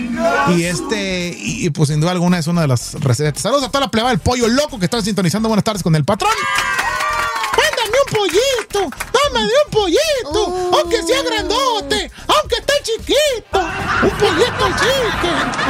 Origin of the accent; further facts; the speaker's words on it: Guasave, Sinaloa, Mexico; El primer pollo loco en el mundo es ahí en mi tierra, ahí en Guasave, Sinaloa.